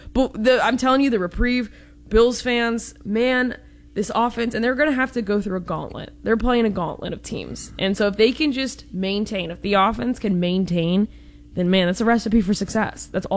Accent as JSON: {"language": "English", "town": "Rochester", "region": "New York", "country": "United States", "lives_now": "Houston, United States", "said": "I'm in Houston right now, but I'm visiting family from Rochester, New York."}